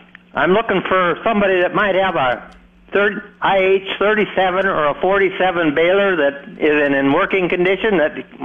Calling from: Hinton, Iowa, United States; from Hinton, Iowa.

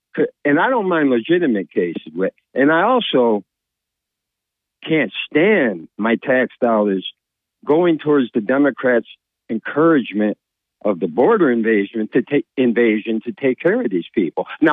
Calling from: Vestal, New York, United States; Good morning there, boss. … from Vestal.

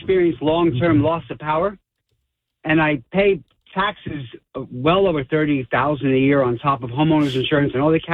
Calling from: Millstone, New Jersey, United States; I live in Millstone, which I love.

